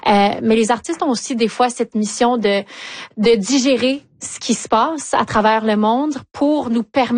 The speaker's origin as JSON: {"language": "French", "country": "Haiti", "said": "Personnellement, je viens quand même d'Haïti et il n'y a plus de salle de spectacle, mais le théâtre se fait toujours."}